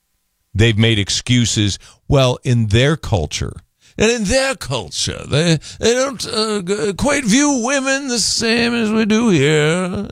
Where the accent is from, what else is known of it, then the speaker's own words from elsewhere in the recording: United States; I'm warning you as an American.